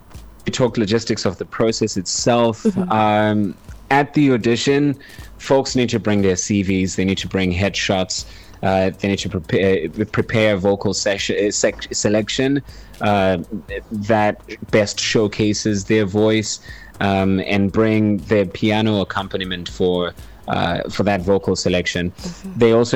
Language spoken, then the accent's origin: English; South Africa; Look, I'm South African myself and I've actually done this job.